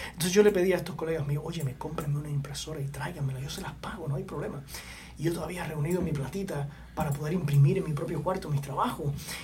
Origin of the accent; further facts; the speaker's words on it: Cuba; esto es en Cuba, yo crecí en Cuba